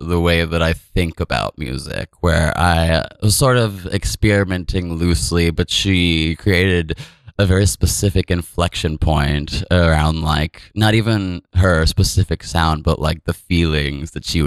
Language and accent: English; Virginia Beach, Virginia, United States; now in Brooklyn, United States; I grew up in Virginia Beach, Virginia.